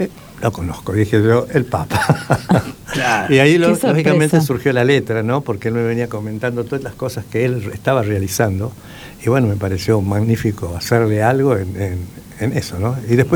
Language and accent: Spanish; Santa Fe, Argentina; ¿Vos sos de acá de Buenos Aires? No, no, le digo, de Santa Fe.